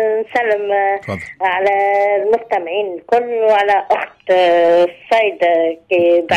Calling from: Haffouz, Kairouan Governorate, Tunisia

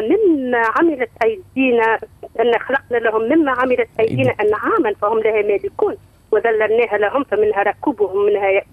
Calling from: Tunis, Tunis Governorate, Tunisia

